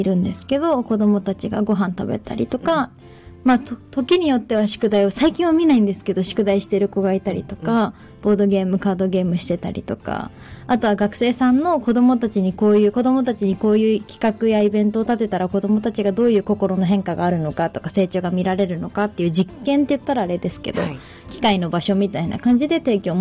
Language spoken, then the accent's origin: Japanese; Isesaki, Gunma, Japan; 私は出身私は伊勢崎出身で